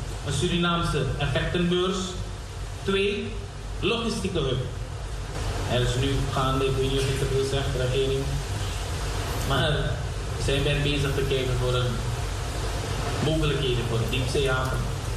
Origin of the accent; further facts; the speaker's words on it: Delft, South Holland, Netherlands; En natuurlijk heb ik ook met de mensen hier in Delft, van waar ik kom.